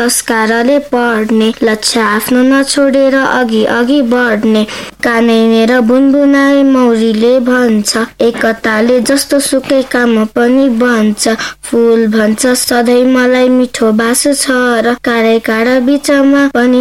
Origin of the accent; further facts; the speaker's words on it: Dhankuta, Koshi Province, Nepal; now in Lalitpur, Nepal; म कक्षा 4 पढ्दछु। मेरो स्कुलको नाम आइजे पाइनर हाई स्कुल हो। मेरो गाउँ धनकुटामा छ र म अहिले ललितपुरमा बस्छु।